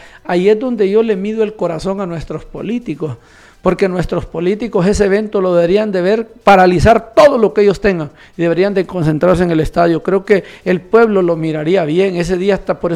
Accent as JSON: {"language": "Spanish", "country": "Honduras"}